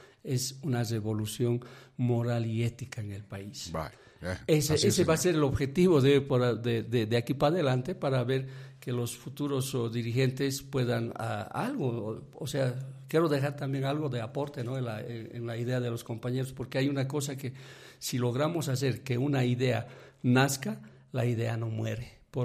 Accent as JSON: {"language": "Spanish", "country": "Bolivia"}